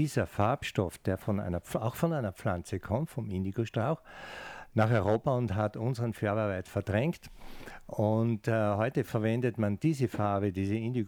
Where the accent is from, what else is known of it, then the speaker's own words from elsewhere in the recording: Styria, Austria; Also komme ich aus der Steiermark, da heißt es bei uns Blaudruck